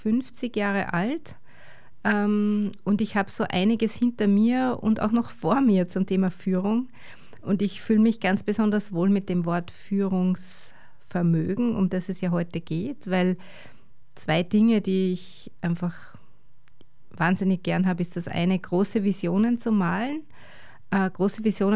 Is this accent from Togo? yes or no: no; Attersee, Vöcklabruck, Upper Austria, Austria; born there; also born or lived in Salzburg; ich bin irgendwie im weiteren Sinne aus dieser Region. Also ich komme gebürtig aus Salzburg und habe viel Zeit in meiner Kindheit und Jugend am Attersee verbracht, in Werreck. Von da komme ich heute auch.